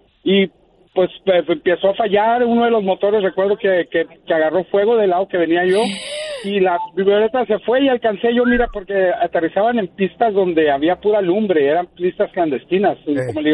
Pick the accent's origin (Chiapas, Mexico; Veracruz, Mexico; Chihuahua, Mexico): Chihuahua, Mexico; Ciudad Juárez; moved away; yo soy originario de Ciudad Juárez.